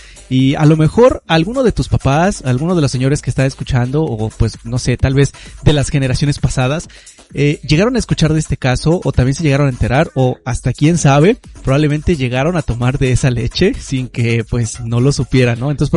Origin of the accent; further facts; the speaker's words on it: Mexico; a veces uno como mexicano